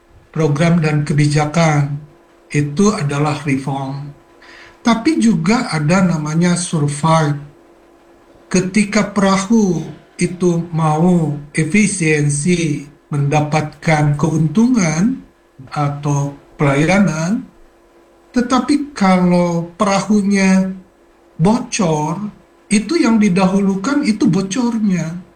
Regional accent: Malang, East Java, Indonesia; tidak ada gunanya kita bicara untuk kita sebagai warga Malang

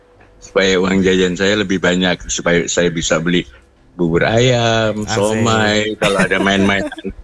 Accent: Jakarta, Indonesia; Saya kebetulan SD itu di dari kecil emang di Jakarta gitu kan. PTS di SD Pasanggrahan Kodam Bintaro. Itu saya betulan tinggal sama oma, sama nenek.

